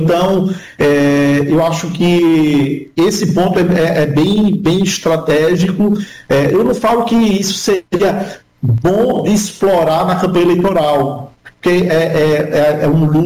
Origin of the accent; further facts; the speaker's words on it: Northeast Region, Brazil; Então, todo nordestino tinha a figura de Eduardo Campos como uma pessoa nossa, de todos nós que somos do Norte e Nordeste.